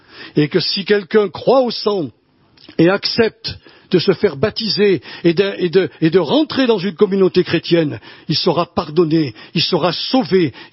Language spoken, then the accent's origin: French; Nouvelle-Aquitaine, France; moved away; Moi, je fais partie de la Dordogne.